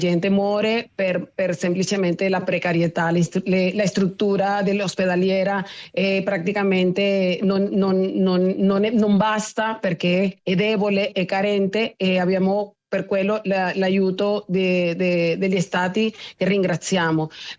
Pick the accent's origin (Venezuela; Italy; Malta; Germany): Venezuela; Italian is a second language; moved away; quello che accade nel mio paese